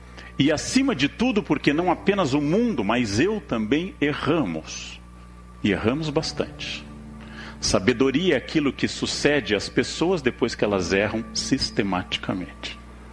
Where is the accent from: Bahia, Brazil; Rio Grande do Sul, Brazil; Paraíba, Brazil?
Rio Grande do Sul, Brazil; moved away; Devia ser alguém do meu estado. Esse tipo de sinceridade é muito gauchesca, né?